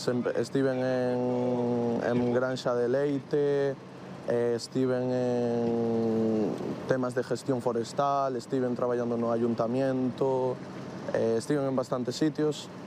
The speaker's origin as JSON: {"language": "Galician", "town": "Vigo", "region": "Galicia", "country": "Spain", "said": "Eu son de Vigo"}